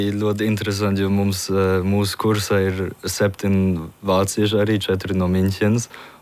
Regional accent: Germany; first language Latvian; now in Latvia; es neesmu vācietis, jo es tur esmu dzimis un uzaudz, jā, ja man pirmā valoda bija latviešu valoda un es vienkārši nekad neidentificējos ar vāciešiem, un tāpēc arī tagad dzīvojot Latvijā, man latviešu uzskata kā latvieti, es uzskatos sev kā latvieti

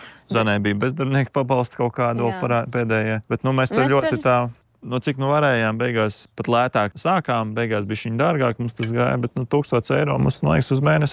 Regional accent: Ogre, Ogre Municipality, Latvia; Jā, es esmu pats no Ogres audzes dzimis, un man mamma arī ģimenes ārsts tur pat strādā, dzīvo

